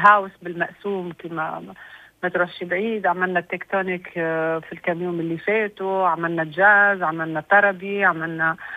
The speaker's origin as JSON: {"language": "Arabic", "country": "Tunisia", "tie": "born or raised there", "said": "أنا بنت تونس، الأخ تونس مفتحة على كل الثقافات العالمية. أنا متربية في بلادي، فذاك علي شديتك التنوع ذاك وكبرت به معناتها."}